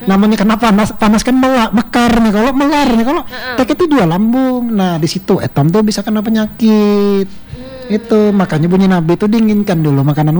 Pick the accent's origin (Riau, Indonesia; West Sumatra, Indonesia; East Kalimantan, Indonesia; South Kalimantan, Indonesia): East Kalimantan, Indonesia; Karena bahasa Kutai ini jati diri etam sebagai asli orang Kalimantan Timur.